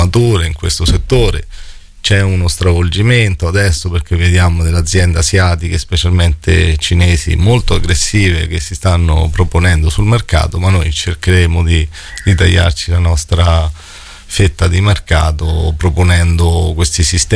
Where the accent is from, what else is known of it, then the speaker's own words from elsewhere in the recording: Marche, Italy; sono marchigiano, siamo abituati a lavorare molto a testa bassa, non frequentiamo salotti o eventi